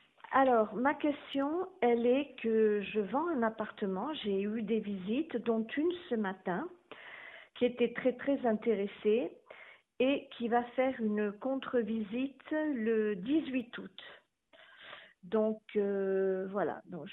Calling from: Bordeaux, Nouvelle-Aquitaine, France; Bordeaux.

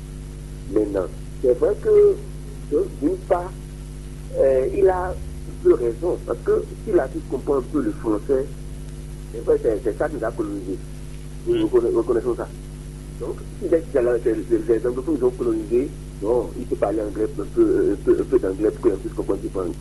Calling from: Benin; first language Fon; French is a second language; C'est vrai que le fond prime surtout, c'est notre langue maternelle, c'est notre langue effectivement sur le Bénin.

